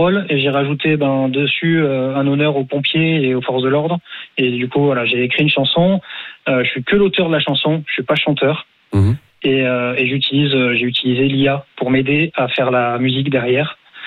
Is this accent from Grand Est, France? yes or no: no; Mont-de-Marsan, Nouvelle-Aquitaine, France; now in Haute-Savoie, France; moi je suis originaire de Mont-de-Marsan, donc mon papa était pompier volontaire